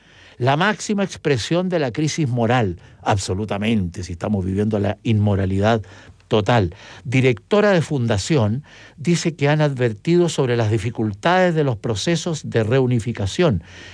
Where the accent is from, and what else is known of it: Chile